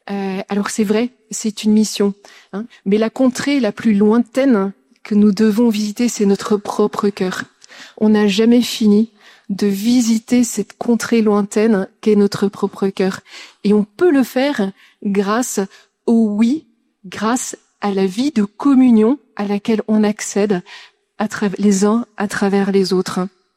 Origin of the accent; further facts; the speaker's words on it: Brussels-Capital Region, Belgium; now in Paris, France; Moi, je suis née à Bruxelles. J'ai grandi dans la banlieue bruxelloise. Et puis, je suis arrivée à Paris.